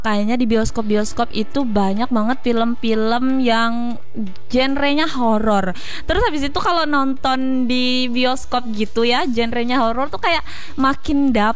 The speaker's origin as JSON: {"language": "Indonesian", "town": "Pulang Pisau", "region": "Central Kalimantan", "country": "Indonesia", "moved": "as an adult", "lives_now": "Palangka Raya, Indonesia", "said": "Maksudnya pertama kali menetap di Palangkaraya itu. Karena aku asalnya dari Pulang Pisau ya"}